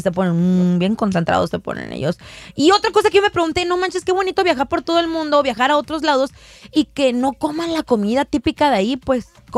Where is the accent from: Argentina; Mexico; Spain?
Mexico